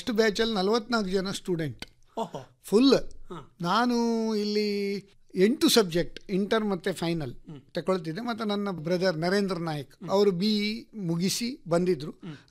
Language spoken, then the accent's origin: Kannada; Sastana, Karnataka, India; moved away as an adult; also born or lived in Mumbai; now in Mangaluru, India; ನಮ್ಮದು ಊರು ಕೋಟದ ಹತ್ರ ಸಾಸ್ತಾನ.